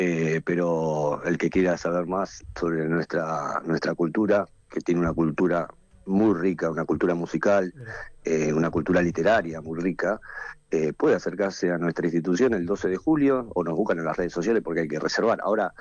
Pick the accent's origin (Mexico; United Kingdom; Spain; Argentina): Argentina; Nosotros somos argentinos, pero también nos sentimos caboverdeanos.